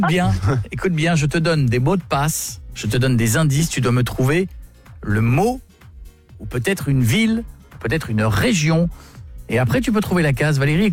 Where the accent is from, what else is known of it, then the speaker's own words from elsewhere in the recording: Hauts-de-France, France; moi je suis Picard